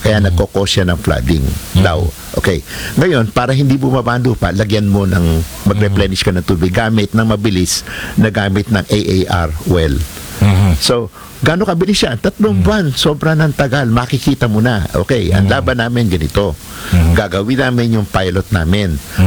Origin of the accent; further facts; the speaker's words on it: Pasig, Metro Manila, Philippines; also born or lived in Cainta, Rizal; taga-Pasig ako at Kainta.